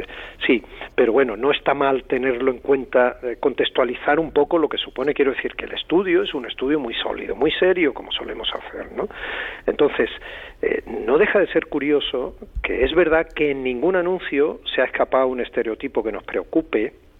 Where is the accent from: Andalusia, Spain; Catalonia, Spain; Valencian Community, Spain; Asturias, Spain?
Andalusia, Spain; Málaga; como decimos en Málaga, en mi tierra?